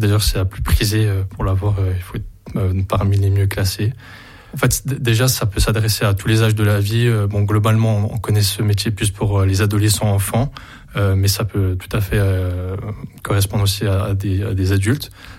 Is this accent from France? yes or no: yes; Montbéliard, Bourgogne-Franche-Comté, France; moved away; je suis originaire de Montbéliard